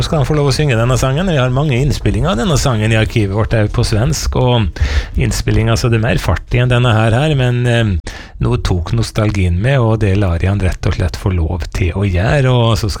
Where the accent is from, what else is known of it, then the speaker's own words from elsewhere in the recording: Møre og Romsdal, Norway; en mann ifra min heimbygd, han het Helge Kjøll, født og vokst opp på Kjøll, som bygda heter, 4 kilometer fra min barndomsheim.